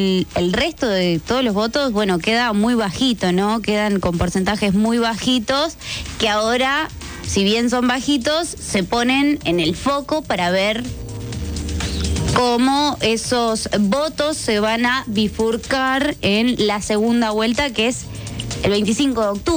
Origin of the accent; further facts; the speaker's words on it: Argentina; los argentinos somos gringos